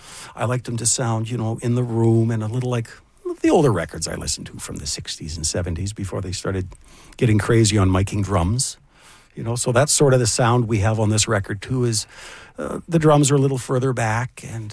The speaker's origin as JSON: {"language": "English", "town": "Whitehorse", "region": "Yukon", "country": "Canada", "tie": "born or raised there", "said": "Growing up in Whitehorse, there's not really a lot you can do up there. It's cold a lot of the time"}